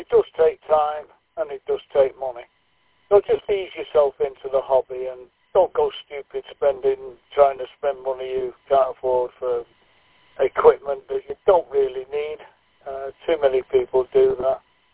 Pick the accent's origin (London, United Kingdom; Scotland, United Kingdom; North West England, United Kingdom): North West England, United Kingdom; Manchester; now in Wrexham, United Kingdom; From Manchester originally. I live in North Wales now, near Wrexham, but I'm from Manchester, born and bred.